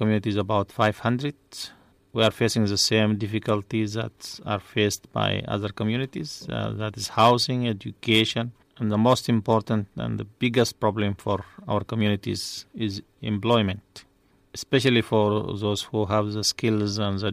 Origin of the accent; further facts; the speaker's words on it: Sudan; I came from Sudan and I'm 45 years old.